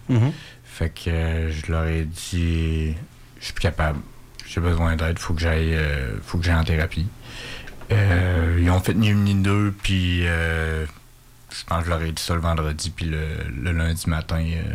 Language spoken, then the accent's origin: French; Quebec City, Quebec, Canada; puis j'ai 38 ans. Je suis né, puis j'ai grandi à Québec.